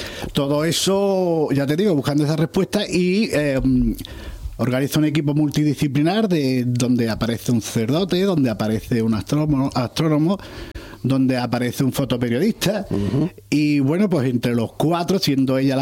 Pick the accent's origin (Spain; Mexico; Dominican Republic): Spain; Cádiz, Andalusia; Tiene toque de humor, porque yo soy un escritor gaditano y entonces no lo puedo remediar.